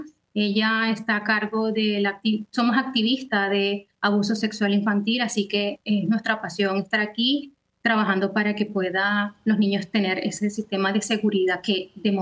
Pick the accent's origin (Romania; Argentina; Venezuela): Venezuela; Somos madres, muchas de ellas somos venezolanas.